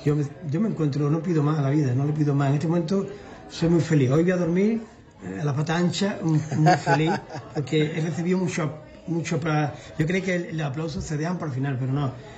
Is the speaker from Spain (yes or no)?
yes; San Roque, Andalusia, Spain; Y no hay un día que vaya por las calles paseando por mi pueblo, o por la playa o por un centro comercial, que me dé la enhorabuena, que me pregunte por mis proyectos. Eso es bonito. Yo me siento reconocido, admirado y querido por mis paisanos de San Roque.